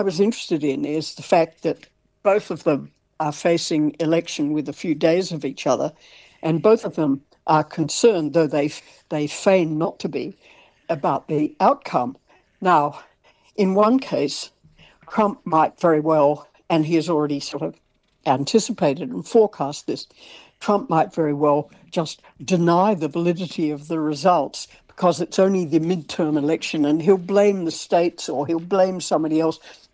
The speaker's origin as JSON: {"language": "English", "country": "Australia"}